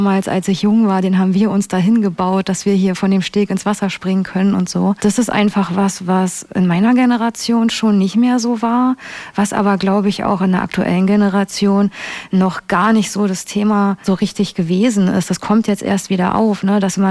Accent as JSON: {"language": "German", "region": "Brandenburg", "country": "Germany", "tie": "born or raised there", "said": "Ja, also ich bin Brandenburger Dorfkind. Tatsächlich, ich bin 1990 geboren"}